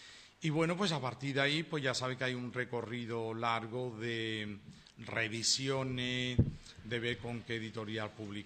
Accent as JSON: {"language": "Spanish", "town": "Sanlúcar de Barrameda", "region": "Andalusia", "country": "Spain", "tie": "born or raised there", "said": "si yo tengo que traer a mi mente las imágenes más claras del lugar de donde soy, de cómo era el cielo, de cómo eran las plantas, los caminos, etcétera, etcétera, pues eso es Pago Calvario. Luego, por extensión, vale. Sanlúcar"}